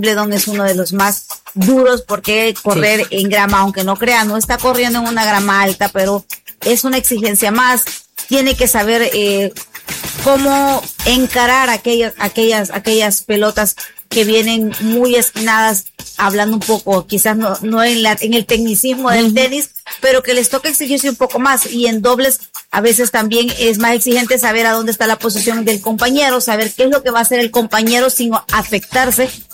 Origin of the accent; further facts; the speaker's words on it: El Salvador; es relevante para nosotros como salvadoreños.